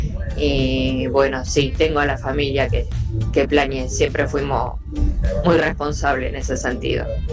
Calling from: Merlo, Buenos Aires Province, Argentina; Hola Latina, buenas tardes. … de Libertad Merlo.

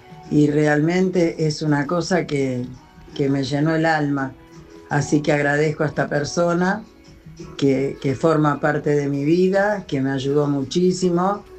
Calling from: Lanús, Buenos Aires Province, Argentina; de Lanús.

